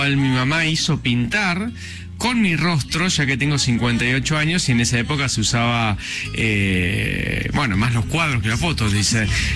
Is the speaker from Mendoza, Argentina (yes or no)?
no; Morón, Buenos Aires Province, Argentina; Hola chicos … de Morón.